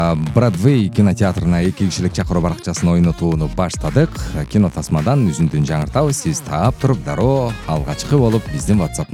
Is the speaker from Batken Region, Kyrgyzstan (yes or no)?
yes; Isakiev, Batken Region, Kyrgyzstan; born there; Менин айылым кооз керемет жерлердин бири, баа жеткис, кайталангыс, бейиш сыяктуу жер. Мен ушундай кооз керемет жерде төрөлүп калганыма сыймыктанам.